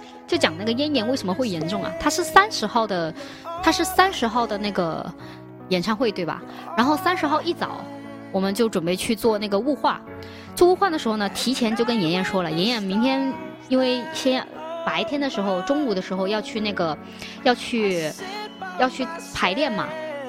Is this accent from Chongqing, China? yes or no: yes; Chongqing, China; accent: Chongqing dialect; 用我们重庆话来说